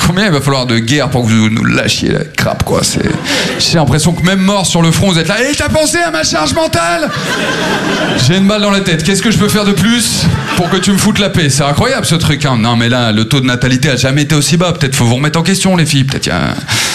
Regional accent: Maubeuge, Hauts-de-France, France; born there; also born or lived in Hautmont

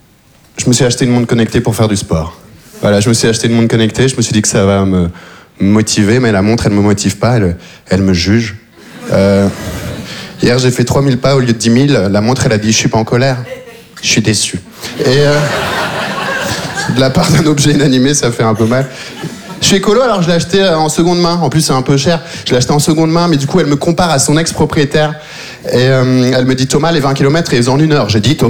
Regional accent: Belgium; c'est vrai que je viens de Belgique, je suis arrivé en Belgique quand j'avais 3 ans, j'ai vécu toute ma vie là-bas

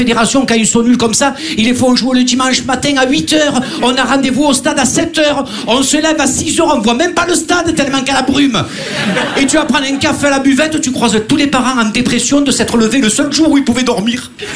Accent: Marseille, Provence-Alpes-Côte d'Azur, France; accent: Marseille; Et le foot, bien sûr, on entend mon accent à chaque fois, on me parle de foot à Paris. Ah, Marseillais, ici c'est Paris.

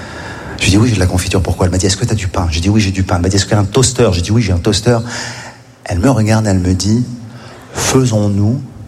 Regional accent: Morocco; born there

